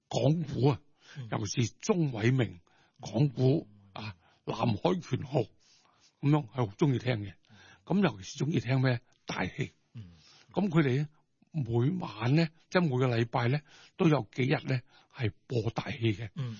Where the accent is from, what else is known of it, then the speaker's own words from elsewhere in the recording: Hong Kong; born there; also born or lived in Shunde, Guangdong, China; 咁我自細咧，咁我喺細個四歲嘅時間咧就搬咗嚟香港住。